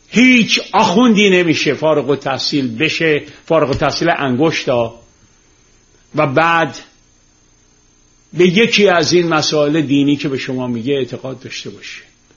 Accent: Tehran, Tehran Province, Iran; من روزی که خیابون و کوچه های تهران رو تیر میذاشتم که سیم برق بکشن یادمه.

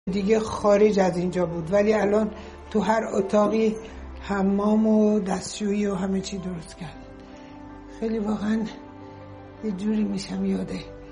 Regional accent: Iran; moved away; من که گفتم ما ایرانی هستیم

